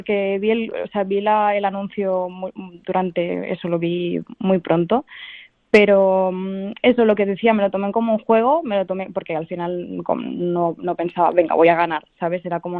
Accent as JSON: {"language": "Spanish", "town": "Barcelona", "region": "Catalonia", "country": "Spain", "said": "Además que yo vengo de Barcelona, que es una ciudad súper grande, que es donde estudié, y aquí las cosas van más lentas"}